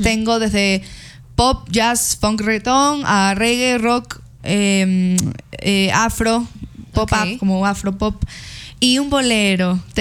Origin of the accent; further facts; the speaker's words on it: Guayaquil, Guayas, Ecuador; now in Quito, Ecuador; Yo soy de Guayaquil. Ya vieron mi acento.